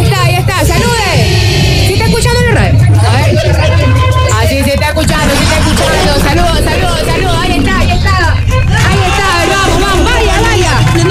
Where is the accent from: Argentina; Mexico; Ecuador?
Ecuador; La Libertad, Santa Elena; Nosotros somos de Santa Elena, provincia de Santa Elena, Cantón La Libertad, ¿verdad?